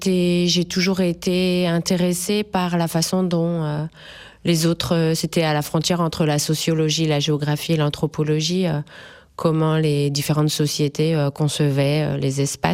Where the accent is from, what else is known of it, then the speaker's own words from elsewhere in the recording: Brittany, France; born there; also born or lived in Île-de-France; now in Occitanie, France; je suis originaire de Bretagne, puis de région parisienne.